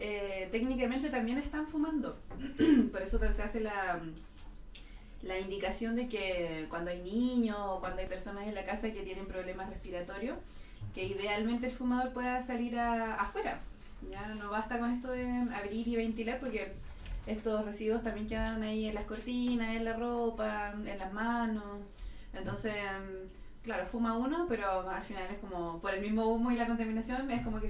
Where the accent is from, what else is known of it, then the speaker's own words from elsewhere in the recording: Temuco, Araucanía, Chile; yo soy de Temuco